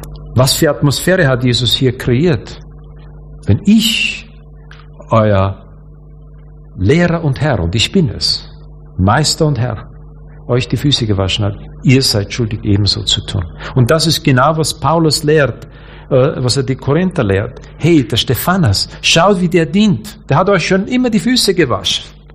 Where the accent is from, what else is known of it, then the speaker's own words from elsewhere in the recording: Austria; ich komme aus Österreich.